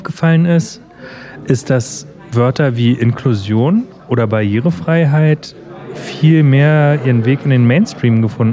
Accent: Berlin, Germany; moved away; ich komme ja ursprünglich aus Berlin

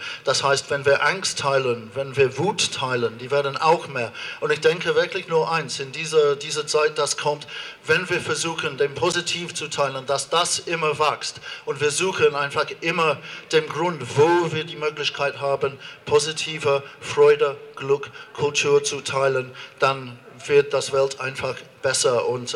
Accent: London, United Kingdom; German is a second language; moved away as an adult; now in Germany; ich komme tatsächlich nicht aus Deutschland, ich komme aus London und ich glaube, ich bin da wirklich der einzige englische Opernintendant Deutschlands.

